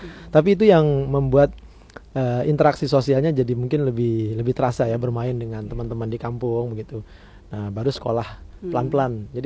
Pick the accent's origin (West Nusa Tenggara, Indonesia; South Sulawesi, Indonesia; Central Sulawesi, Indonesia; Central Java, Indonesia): West Nusa Tenggara, Indonesia; Sumbawa Island; moved away as an adult; also born or lived in Java; now in Maluku, Indonesia; saya aslinya bukan dari Jawa tetapi dari Pulau Sumbawa, Nusa Tenggara Barat.